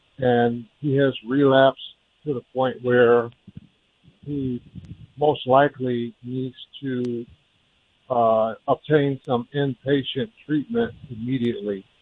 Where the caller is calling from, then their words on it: Detroit, Michigan, United States; I'm calling from Detroit, Michigan.